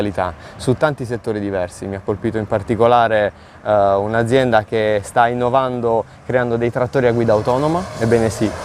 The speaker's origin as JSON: {"language": "Italian", "town": "Massafra", "region": "Apulia", "country": "Italy", "said": "Io sono di Massafra"}